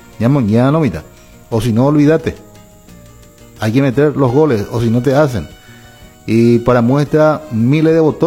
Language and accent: Spanish; Paraguay; esa alegría que nos merecemos como paraguayos.